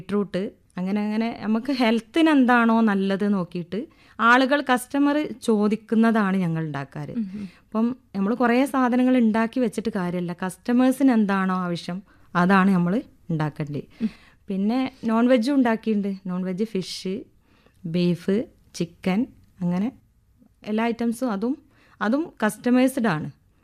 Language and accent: Malayalam; Cheruvadi, Kerala, India; ഞാൻ ചെറുവാടിയിൽ നിന്ന് വരുന്നു.